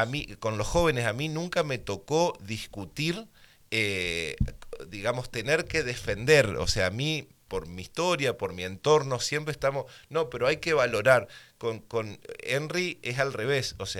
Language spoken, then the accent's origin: Spanish; Argentina; nosotros como argentinos